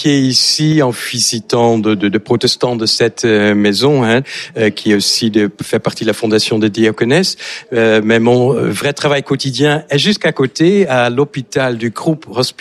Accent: Netherlands; French is a second language; now in France; Tout à fait, que j'ai pas perdu depuis les 35 ans que je suis en France. Je suis néerlandais et donc venu il y a 35 ans en France.

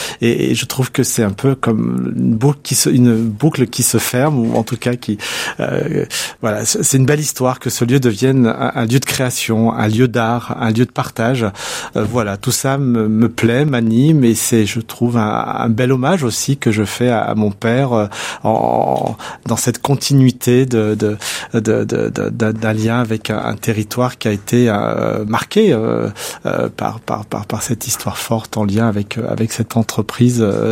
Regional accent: Saint-Priest, Auvergne-Rhône-Alpes, France; also born or lived in Lyon; D'ailleurs, je vis toujours à Saint-Priest. Effectivement, je suis né à Lyon, mais j'ai toujours vécu à Saint-Priest. Donc, je connais ses rues, ses habitants.

